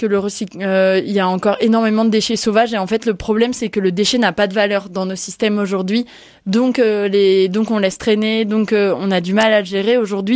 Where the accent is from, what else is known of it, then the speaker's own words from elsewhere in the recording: Tours, Centre-Val de Loire, France; born there; Moi, je suis de Tours, donc en fait, c'est des territoires que j'ai l'impression de connaître par cœur, que j'ai arpenté à tous les âges.